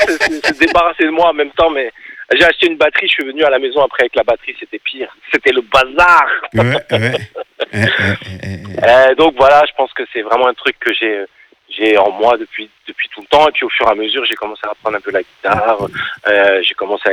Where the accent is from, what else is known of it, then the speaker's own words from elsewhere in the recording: Amiens, Hauts-de-France, France; also born or lived in Abidjan; Et puis en fait, très tôt, mes parents sont rentrés en France et puis j'ai grandi à Amiens